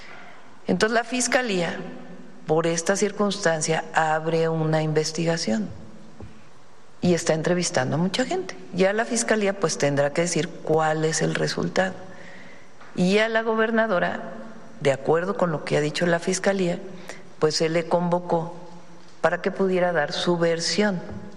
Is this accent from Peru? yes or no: no; Mexico; No, pero tenemos que ser muy serios como mexicanos